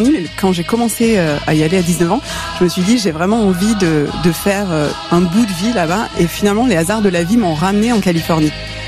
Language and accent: French; Nîmes, Occitanie, France; moved away as an adult; also born or lived in San Francisco / Hawaii / Alaska; now in San Diego, United States; J'ai grandi à Nîmes et à 19 ans, je suis partie à San Francisco comme jeune fille au pair. Et j'ai enchaîné, en fait, je devais partir 3 mois. Finalement, je suis restée plus de 20 ans. Mais j'ai enchaîné San Francisco, Hawaï, l'Alaska, un petit peu du Canada.